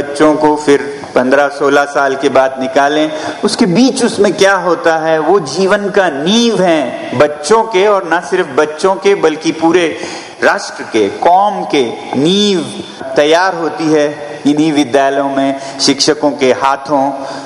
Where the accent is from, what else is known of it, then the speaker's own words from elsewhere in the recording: Ladakh, India; हम सुदूर पश्चिम हिमालय से हैं, लद्दाख फार वेस्टर्न एंड